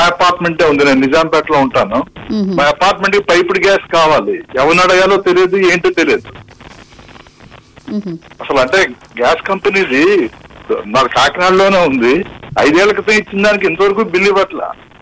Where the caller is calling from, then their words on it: Telangana, India; నేను హైదరాబాద్ నిజామాబాద్ నుంచి మాట్లాడుతున్నా.